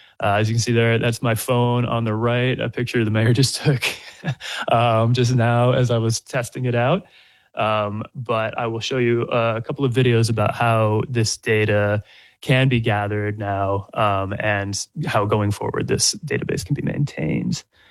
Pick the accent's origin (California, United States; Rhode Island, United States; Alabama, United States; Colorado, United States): Rhode Island, United States; Providence; and that's my hometown right there, Providence, Rhode Island.